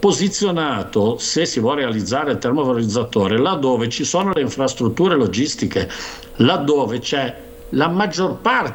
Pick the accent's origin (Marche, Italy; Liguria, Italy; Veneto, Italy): Liguria, Italy; Torriglia; io ho 58 anni, quando ero ragazzino a Toriglia andavo a comprare il latte con la bottiglia